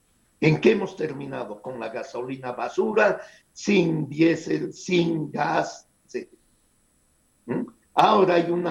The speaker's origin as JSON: {"language": "Spanish", "town": "Sucre", "region": "Chuquisaca", "country": "Bolivia", "said": "Yo soy de Sucre, con mi familia es de Sucre."}